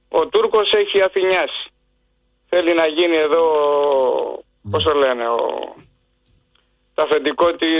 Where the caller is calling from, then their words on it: Nikaia, Attica, Greece; από τη Νίκαια